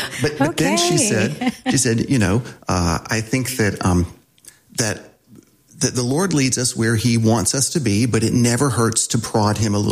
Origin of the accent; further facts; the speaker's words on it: Chattanooga, Tennessee, United States; moved away as an adult; also born or lived in Tupelo, Mississippi / Auburn / Atlanta; now in Alabama, United States; I am a product of the South in every way. Born in Tupelo, Mississippi, grew up in Chattanooga, got my undergrad at Auburn, my PhD at Emory in Atlanta, and then came back here.